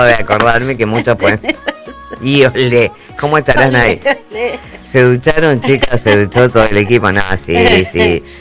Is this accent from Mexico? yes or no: no; Argentina